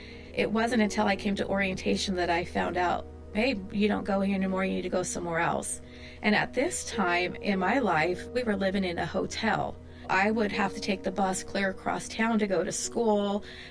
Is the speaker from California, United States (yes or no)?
yes; Hayward, California, United States; I grew up in the Bay Area. I'm from Hayward. I think I've lived in every inch of Hayward that you could think of.